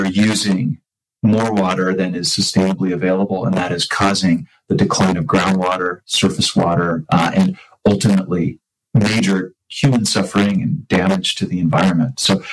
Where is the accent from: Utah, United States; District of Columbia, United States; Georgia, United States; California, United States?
Utah, United States; Orem; I grew up in Orem, Utah, just in the Utah Valley, about half hour away from Great Salt Lake.